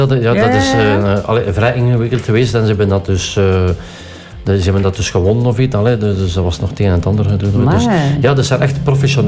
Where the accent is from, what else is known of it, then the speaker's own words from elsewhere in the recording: Erpe-Mere, East Flanders, Belgium; En dat wordt bij ons in Erpenmeren, ik ben van Erpenmeren.